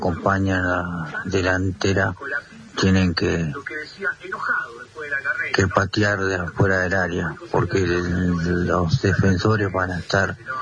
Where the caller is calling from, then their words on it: Ingeniero Maschwitz, Buenos Aires Province, Argentina; de Ingenio